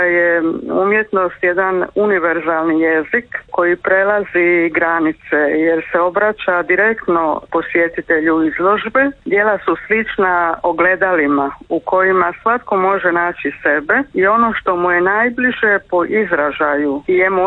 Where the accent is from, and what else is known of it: Croatia